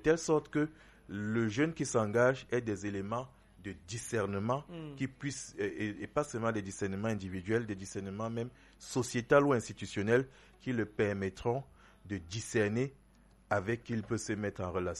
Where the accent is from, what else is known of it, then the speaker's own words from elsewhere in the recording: Cameroon; chez nous au Cameroun